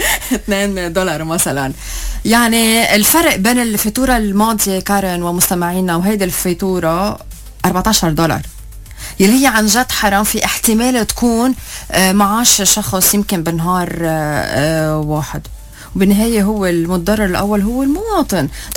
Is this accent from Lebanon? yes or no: yes; Lebanon; كلنا كلبنانيين